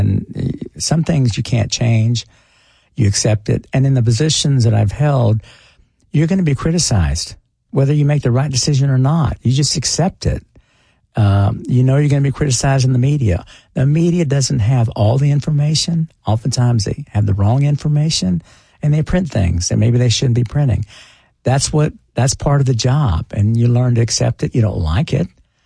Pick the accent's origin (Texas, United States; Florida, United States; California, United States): Texas, United States; moved away as an adult; now in Tennessee, United States; I worried that I would always be viewed as a Texan.